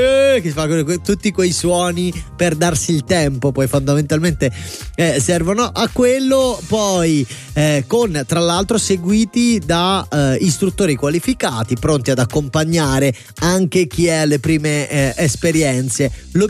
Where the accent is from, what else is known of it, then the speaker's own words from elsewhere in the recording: Bari, Apulia, Italy; al mio paese, o meglio nella mia città Bari